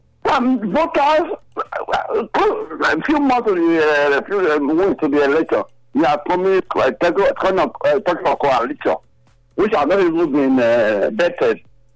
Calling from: Benin City, Edo, Nigeria; I'm calling from Benin.

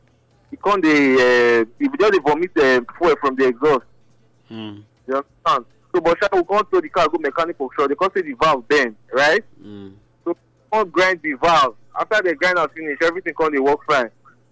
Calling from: Benin City, Edo, Nigeria; We come from Benin City.

